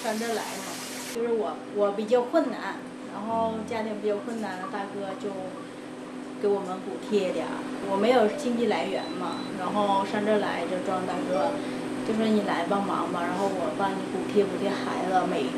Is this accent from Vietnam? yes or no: yes; Vietnam; Chinese is a second language; now in Harbin, China; 我是越南人。